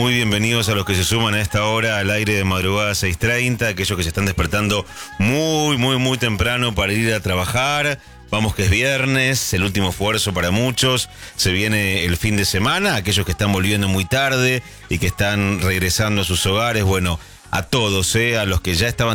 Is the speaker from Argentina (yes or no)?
yes; Flores, Buenos Aires, Argentina; Soy de Flores, tengo amigas que viven por toda la ciudad de Buenos Aires